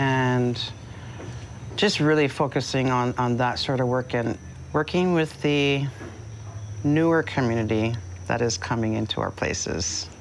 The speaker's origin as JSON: {"language": "English", "area": "Puna", "region": "Hawaii", "country": "United States", "said": "Aloha mai kako … I am from Puna, specifically Puna Makai, and my ohana just extends from, well, kind of the whole coastline, but really like where I reside now is in the Opikau"}